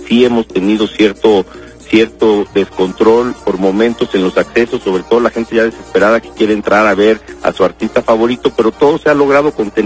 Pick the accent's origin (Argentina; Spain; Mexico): Mexico; lo que somos los mexicanos